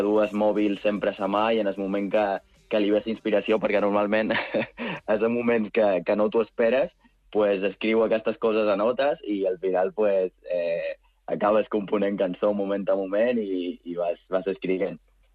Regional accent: Jesús, Balearic Islands, Spain; Jo soc de Jesús.

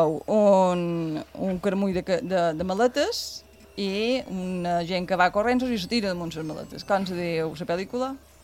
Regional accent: Vilafranca de Bonany, Balearic Islands, Spain; També ho som, de Vilafranca.

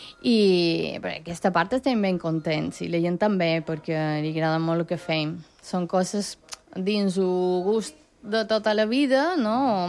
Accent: León, Castile and León, Spain; now in Pollença, Spain; Jo no som pollencina, jo fa 26 anys que visc aquí a Pollença, jo som de León

